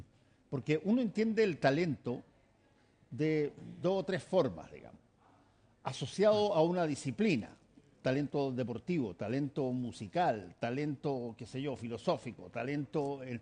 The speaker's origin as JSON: {"language": "Spanish", "country": "Chile", "said": "¿Y qué tan talentosos somos los chilenos?"}